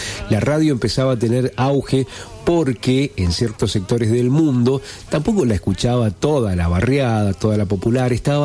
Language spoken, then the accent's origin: Spanish; Argentina